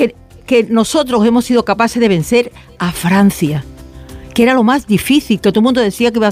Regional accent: Málaga, Andalusia, Spain; yo soy de Málaga, pues yo quiero que gane España.

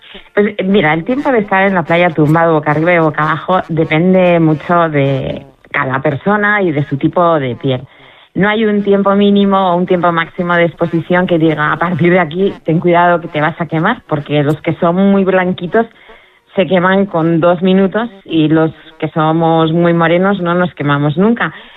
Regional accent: Spain; lo que pasa es que somos españoles, entonces la mañana pues empieza tarde para nosotros

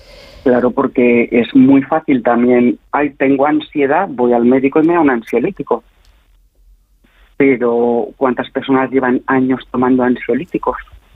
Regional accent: Madrid, Community of Madrid, Spain; now in Zaragoza, Spain

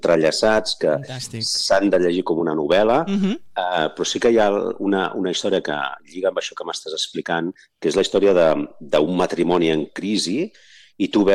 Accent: Sant Joan de les Abadesses, Catalonia, Spain; vaig fer una celebració de gent que fèiem 50 anys al meu poble, que és Sant Joan de les Abadesses

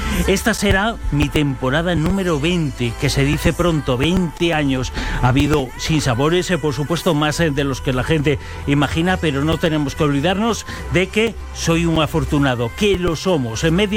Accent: Galicia, Spain; Es que soy gallego. Bueno, es que somos muchos gallegos hoy aquí.

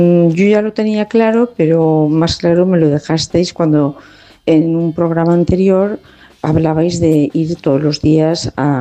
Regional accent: Valencia, Valencian Community, Spain; soy de Valencia. Quería haceros una consulta sobre gatos.

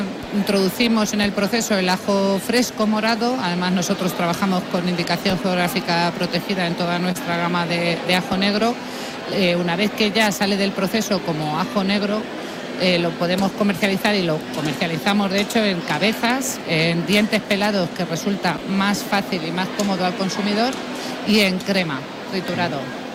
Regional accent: Las Pedroñeras, Castilla-La Mancha, Spain; lo que yo siento en lo que es mi pueblo y mis paisanos de las Pedroñeras.

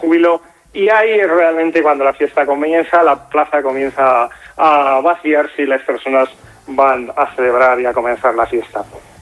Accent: Aragon, Spain; soy un aragonés integrado.

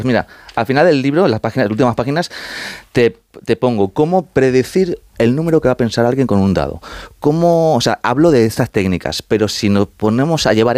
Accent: Community of Madrid, Spain; O sea, estoy muy dividido porque aparte te he dicho ya que soy madrileño y mis padres son argentinos.

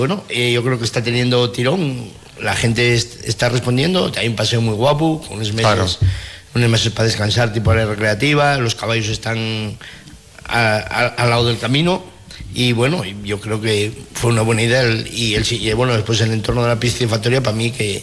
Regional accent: Piloña, Asturias, Spain; pues yo creo que dar a conocer el Asturcón en Piloña, que sí. Somos tierra de Asturcones

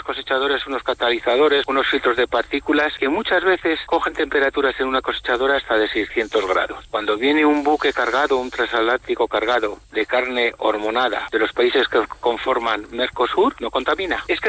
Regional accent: Foncea, La Rioja, Spain; en mi pueblo, en Foncea

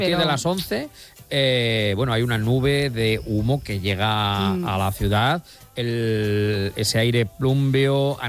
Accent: Castilla-La Mancha, Spain; born there; pues nosotros nacimos en La Mancha, claro.

